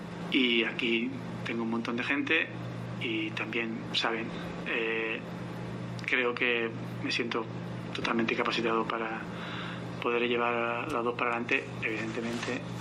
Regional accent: San Fernando, Andalusia, Spain; es mi pueblo, mi ciudad, donde yo empecé jugando al fútbol, donde yo empecé a crecer

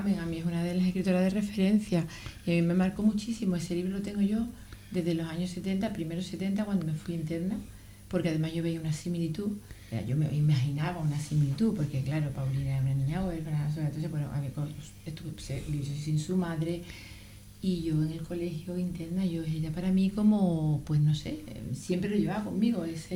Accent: Vélez-Málaga, Andalusia, Spain; Yo soy del pueblo de María Zambrano, de Belén, Málaga.

